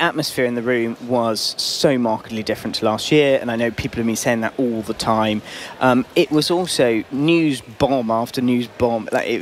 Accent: Bristol, South West England, United Kingdom; now in London, United Kingdom; I grew up in Bristol, south of the UK, coming now living around London.

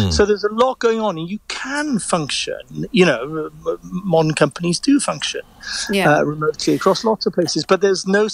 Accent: Wales, United Kingdom; I can say this as a Welshman, because that makes me a de facto, Northerner in English terms rather than Southerner.

